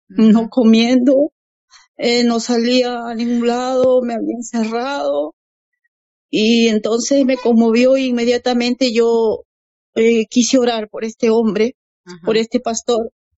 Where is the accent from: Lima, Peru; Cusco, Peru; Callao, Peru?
Lima, Peru; now in Tacna, Peru; yo soy de Lima, aquí de Perú, aquí de Perú, pero yo ahora hace 7 años radico en Tacna.